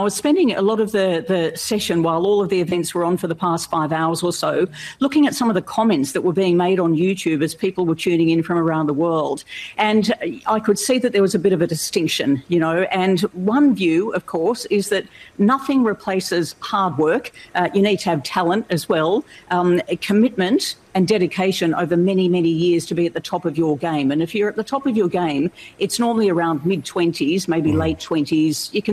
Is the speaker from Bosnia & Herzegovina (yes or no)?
no; Australia; I come from Australia.